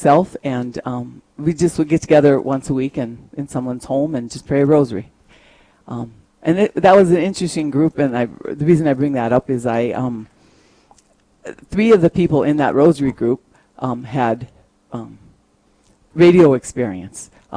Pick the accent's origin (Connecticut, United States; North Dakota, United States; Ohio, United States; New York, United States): North Dakota, United States; Strasburg; also born or lived in Nebraska; I grew up in Strasburg. I lived here. And then after college, I ended up in Nebraska for a little while.